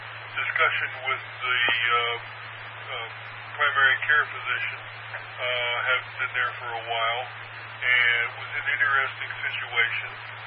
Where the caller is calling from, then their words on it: Altadena, California, United States; in Altadena.